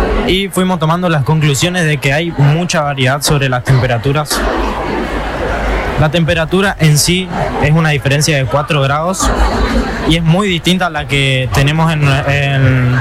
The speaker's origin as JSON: {"language": "Spanish", "town": "General José de San Martín", "region": "Chaco", "country": "Argentina", "said": "Venimos desde la localidad de General José de San Martín, a 120 kilómetros de la ciudad capital de Resistencia."}